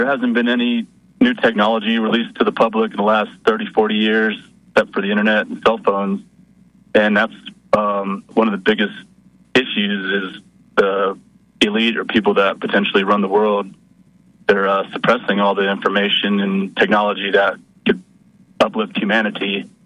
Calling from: Western United States, United States; This is … in the Western U.S.

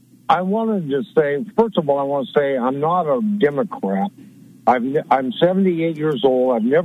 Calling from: Montana, United States; Hello, this is … in Montana.

